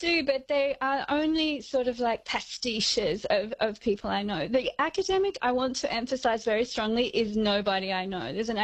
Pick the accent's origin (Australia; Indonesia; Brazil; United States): Australia; Burnie, Tasmania; I grew up in Burnie on the northwest coast of Tasmania, where you didn't really go to the beach much.